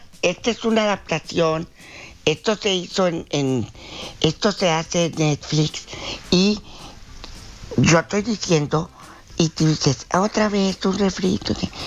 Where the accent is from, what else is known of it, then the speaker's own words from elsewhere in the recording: Mexico; Somos los mismos mexicanos en fregarnos.